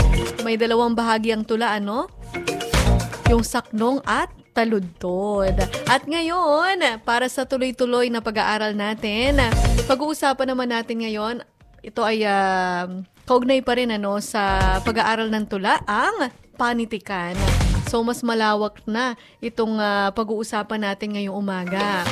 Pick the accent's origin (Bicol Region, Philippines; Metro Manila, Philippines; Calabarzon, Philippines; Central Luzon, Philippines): Calabarzon, Philippines; Antipolo; Ako, taga-Antipolo ko, lagi may kwento sa amin.